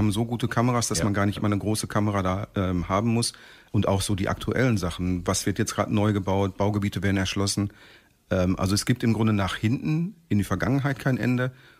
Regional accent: Bockum-Hövel, North Rhine-Westphalia, Germany; also born or lived in Heessen; Ja, ich bin zwar in Heessen geboren, aber das ist doch das Einzige, was ich mal außerhalb von Bockum-Höfel so gemacht habe. Ansonsten immer schon in Bockum-Höfel und da fühle ich mich wohl und da werde ich auch bleiben.

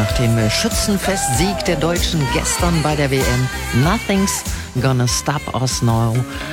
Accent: Netherlands; moved away; Für mich als Niederländerin

